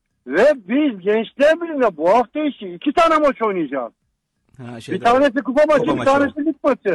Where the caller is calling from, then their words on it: Istanbul, Turkey; İstanbul Ümraniye'den arıyorum.